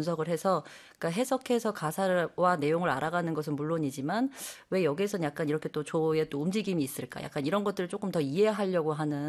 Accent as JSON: {"language": "Korean", "town": "Suwon", "region": "Gyeonggi Province", "country": "South Korea", "tie": "born or raised there", "first_language": "Korean", "moved": "as an adult", "lives_now": "France", "said": "저는 이제 수원 태생인데요."}